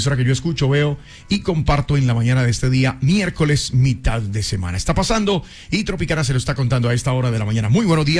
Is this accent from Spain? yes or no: no; La Dorada, Caldas, Colombia; now in Meta, Colombia; Estuve en la Dorada Caldas, estuve, sí, en Palanquero, esa es mi tierra.